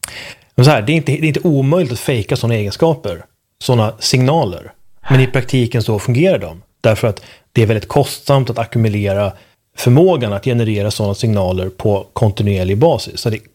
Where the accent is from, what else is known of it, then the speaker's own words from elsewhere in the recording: Sweden; Jag själv till exempel, jag känner ju att jag är uppvuxen i, liksom i Sverige, en väldigt svensk kontext.